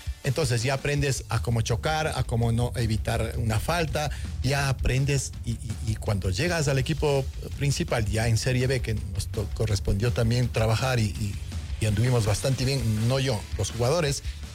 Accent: Quito, Pichincha, Ecuador; esto lo digo como muy quiteño y ecuatoriano que me siento.

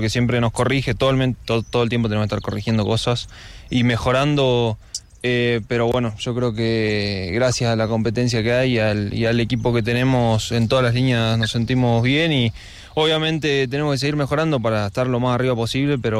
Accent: Salta, Argentina; moved away as an adult; now in Quito, Ecuador; Soy de Salta, del norte de Argentina, okay. Que también hay muchas montañas y todo

